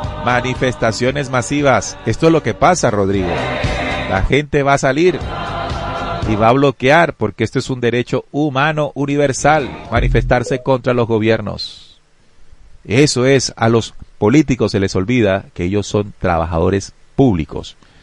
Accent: Colombia

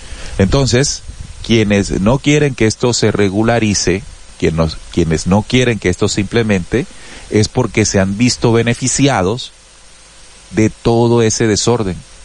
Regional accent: Colombia; Yo pienso como colombiano

